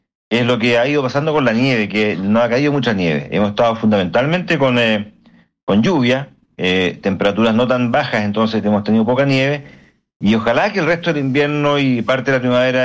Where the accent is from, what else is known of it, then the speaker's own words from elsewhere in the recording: Ovalle, Coquimbo, Chile; now in Biobío, Chile; Por lo demás, yo soy originario de allá, yo nací justamente en Ovalle, así que tengo familiares incluso que son agricultores allá